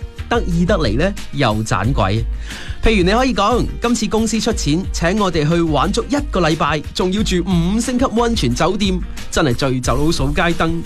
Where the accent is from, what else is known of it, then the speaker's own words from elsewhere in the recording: Guangdong, China; 我哋广东人